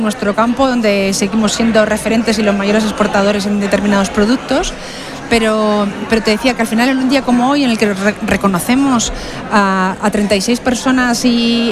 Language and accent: Spanish; Castilla-La Mancha, Spain; somos castellano-manchegos, somos españoles